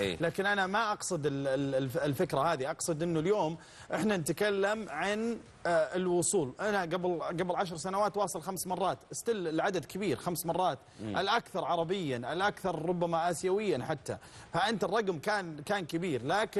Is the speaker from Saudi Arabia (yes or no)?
yes; Saudi Arabia; حنا اليوم الإعلام الرياضي والمشجعين السعوديين وكل سعودي